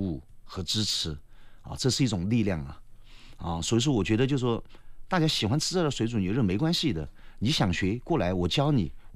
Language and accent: Chinese; Sichuan, China; 我们四川那边